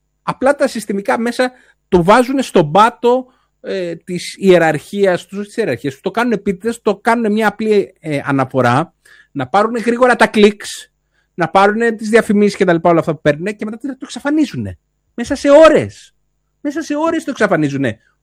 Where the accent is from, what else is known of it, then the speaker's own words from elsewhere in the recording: Greece; Και είμαι Έλληνας και είμαι πρώτα Έλληνας